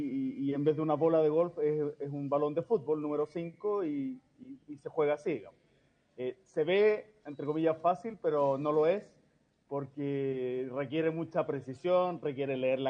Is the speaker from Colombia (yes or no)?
no; Chile; somos seleccionados chilenos